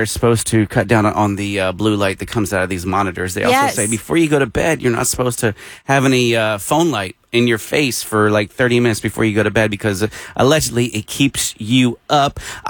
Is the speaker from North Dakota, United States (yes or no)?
no; Delaware, United States; moved away; Delaware is like up against Philly. And so it's really a Yankee-fied type of where I grew up in Northern Delaware, the third county up.